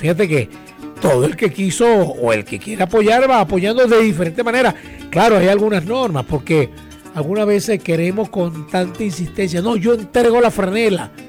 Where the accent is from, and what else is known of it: Venezuela